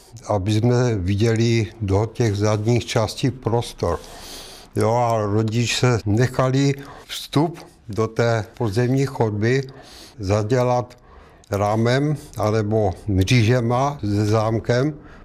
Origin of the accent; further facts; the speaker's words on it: Bohumín, Moravian-Silesian Region, Czechia; born there; Starý Bohumín je vlastně moje rodiště, takže v mém srdci je samozřejmě Starý Bohumín moje nej.